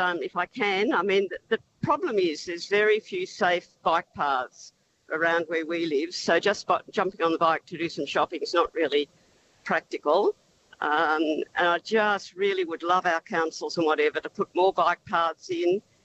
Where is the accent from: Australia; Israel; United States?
Australia; Kendall, New South Wales; Kendall, we're both from Kendall, we've joined the group from Port Macquarie